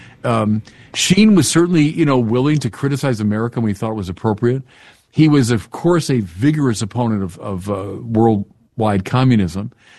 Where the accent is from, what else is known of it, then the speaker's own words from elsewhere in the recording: Illinois, United States; you mentioned we're both from Illinois, that's true.